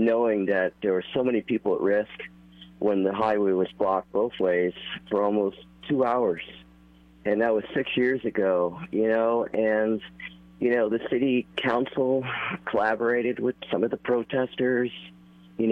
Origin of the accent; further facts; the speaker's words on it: Maine, United States; It's always good to talk to a Mainer like myself, like Dan. We're both from Maine.